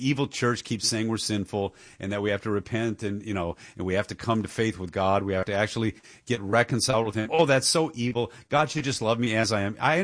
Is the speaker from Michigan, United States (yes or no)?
yes; Dearborn, Michigan, United States; It's happening in Dearborn, my hometown.